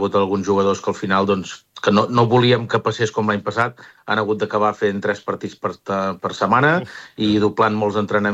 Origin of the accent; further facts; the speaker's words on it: Vilablareix, Catalonia, Spain; soc de Vilablareig, ho tinc aquí al costat